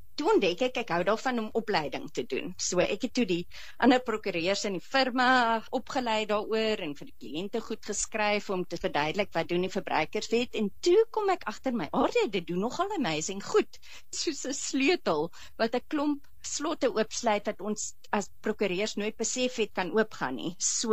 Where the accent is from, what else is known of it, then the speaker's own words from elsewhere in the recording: Stellenbosch, Western Cape, South Africa; Ek is Stellenbosser, my ouers was betrokke by die universiteit daar so en my pa het destijds toe by Universiteit van Wes-Kaapland geëindig, maar ja, wynlande, die berge, die skoonheid, dit is my agtergrond.